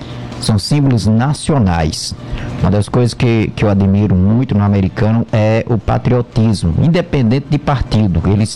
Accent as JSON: {"language": "Portuguese", "country": "Brazil", "said": "nós somos brasileiros"}